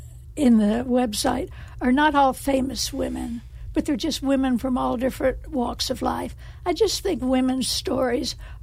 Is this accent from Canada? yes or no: no; the South, United States; accent: southern; now in Salem, United States; My southern accent certainly comes through.